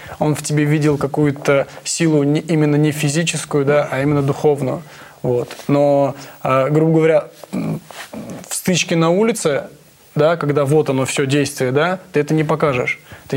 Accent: Armenia; и я им прямо говорил, я армянин. Я другой национальности

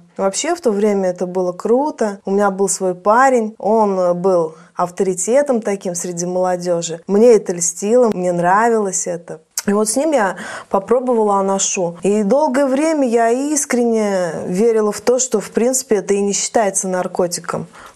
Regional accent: Southern Urals, Russia; moved away; Я сама издалека, с Южного Урала, это граница с Казахстаном.

